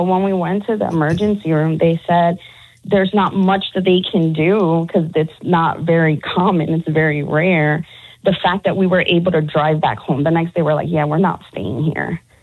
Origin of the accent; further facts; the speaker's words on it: New York, United States; now in Charlotte, United States; Well, I live in Charlotte, but I'm originally from New York.